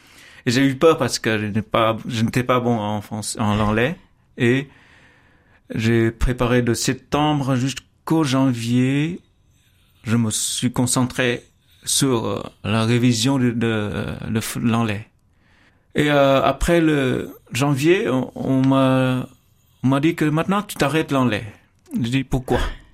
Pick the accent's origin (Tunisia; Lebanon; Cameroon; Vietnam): Vietnam; French is a second language; moved away as an adult; now in France